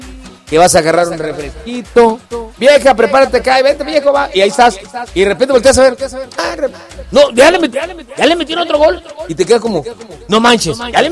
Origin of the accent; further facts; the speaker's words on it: Mexico; Somos necios los mexicanos